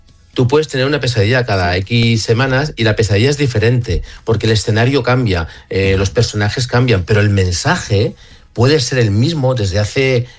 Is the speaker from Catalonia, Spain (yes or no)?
no; Madrid, Community of Madrid, Spain; para mí, que soy de Madrid, soy del centro, soy de Secano, pues yo, en mi caso, por ejemplo, a mí el mar me da miedo.